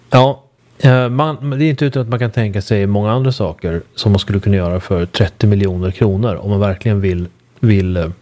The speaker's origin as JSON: {"language": "Swedish", "region": "Uppsala County", "country": "Sweden", "said": "mitt hemlän till exempel, Uppsala län"}